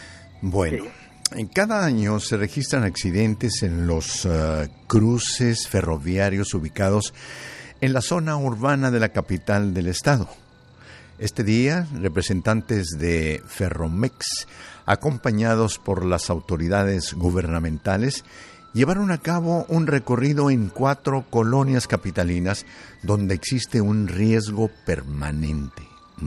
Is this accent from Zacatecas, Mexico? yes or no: yes; Zacatecas, Mexico; ¿qué les parece si nos vamos directamente hasta la bellísima ciudad de Zacatecas? Mi tierra querida